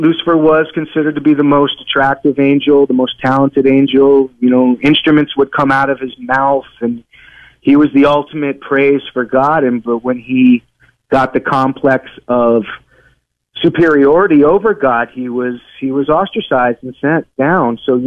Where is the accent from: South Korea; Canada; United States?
United States; Kankakee, Illinois; born there; It's referred to now as Bourbonus or Bourbon A, but yes, I was born in Kankakee.